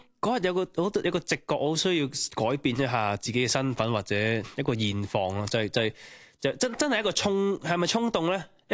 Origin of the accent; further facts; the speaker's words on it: Hong Kong; 就觉得我哋香港嘅想法。